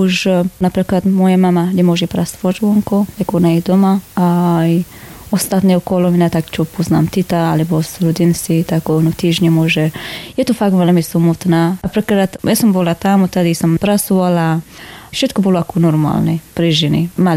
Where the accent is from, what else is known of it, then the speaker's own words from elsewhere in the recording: Baghlan, Afghanistan; Slovak is a second language; moved away as an adult; also born or lived in Kabul; now in Košice, Slovakia; Ja som originálne z Baghlan, to sa volá, provincia. A teraz tak momentálne bývame vo Kabul, hlavné mesto.